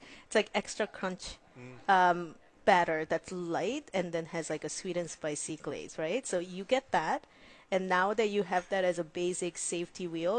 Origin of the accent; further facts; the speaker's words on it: South Korea; now in Ann Arbor, United States; I was born and raised in Korea, and I came to Ann Arbor, and it feels like I put my roots down here.